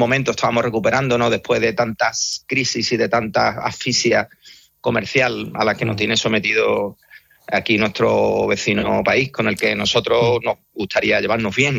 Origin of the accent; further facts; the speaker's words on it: Spain; yo soy español antes que comerciante